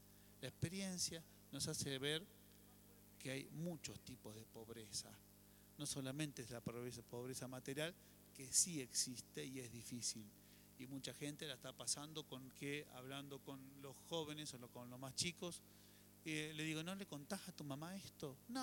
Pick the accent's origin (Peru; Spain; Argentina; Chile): Argentina